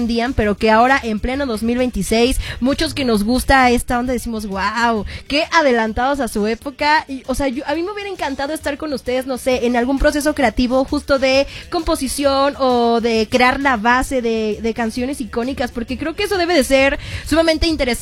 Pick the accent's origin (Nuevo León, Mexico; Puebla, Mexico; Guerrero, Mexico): Guerrero, Mexico; Acapulco; yo soy de Acapulco, Guerrero. Entonces, a ver, que muchas de las … nacieron en mis tierras, que son guerrerenses.